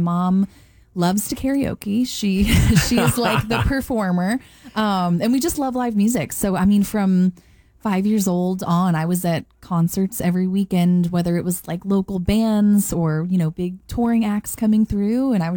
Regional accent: St. Louis, Missouri, United States; I grew up in St. Louis, Missouri.

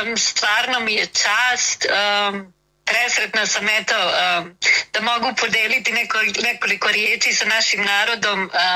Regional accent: Slovenia; moved away as an adult; now in Australia; je prije svega Bosanka koja je rođena i odrasla u Sloveniji. Moji roditelji su trbuhom za kruhom otišli 60-ih godina iz Bosne, otac iz Prijedora, majka iz Bijeljine. Otišli su za Sloveniju

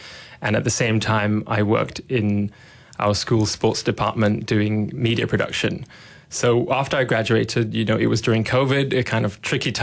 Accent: Sabah, Malaysia; also born or lived in Bristol, United Kingdom; now in Kuala Lumpur, Malaysia; I'm officially from Sabah, but then a couple of years ago, I decided to move to KL.

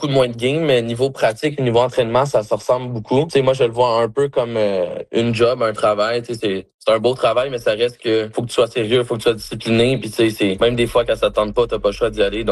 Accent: Quebec, Canada; Des fois, en tant que Québécois, c'est moins facile de s'intégrer au groupe

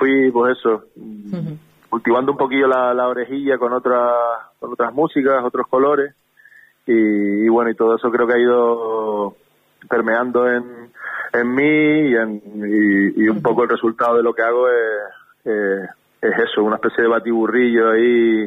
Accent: Fuerteventura, Canary Islands, Spain; now in Gran Canaria, Spain; dijiste que soy gran canario, pero bueno, yo realmente soy majorero.

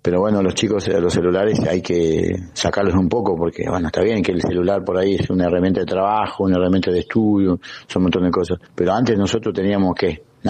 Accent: Santiago, Santiago Metropolitan Region, Chile; Al menos yo que soy de Santiago aprendí así.

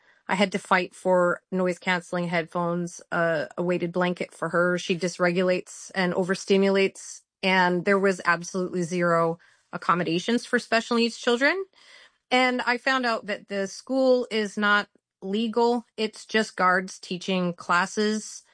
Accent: Canada; born or raised there

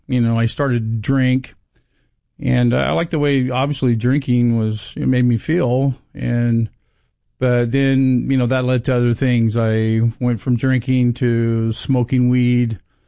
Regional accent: Torrance, California, United States; born there; yeah, I was born down in Torrance, California.

